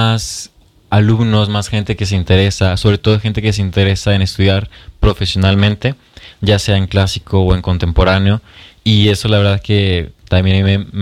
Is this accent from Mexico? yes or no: yes; Mexico; este apapacho que nosotros tenemos mucho como mexicanos. Por supuesto, la familia se extraña muchísimo.